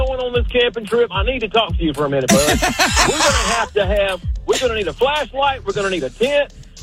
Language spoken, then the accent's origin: English; Wilmington, United States; My hometown in Wilmington